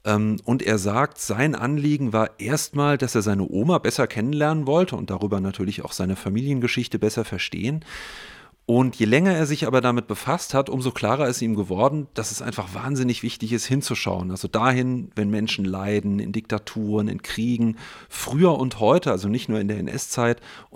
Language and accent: German; Germany; der man sich als Deutscher ja immer mal wieder stellt.